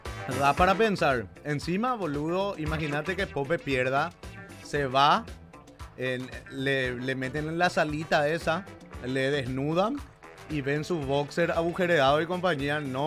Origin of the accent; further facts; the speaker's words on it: Fernando de la Mora, Central, Paraguay; born there; also born or lived in Ñemby; now in Asunción, Paraguay; Yo de chico viví en la zona de Cubisec y Fernando de la Mora. De ahí me fui a Ñemby, me especialicé en delincuencia juvenil. Y volví a Asunción, ¿verdad? En el barrio Pino Sabio ahora